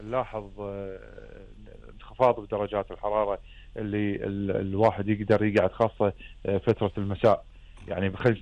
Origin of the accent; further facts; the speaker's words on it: Kuwait; عندنا بالكويت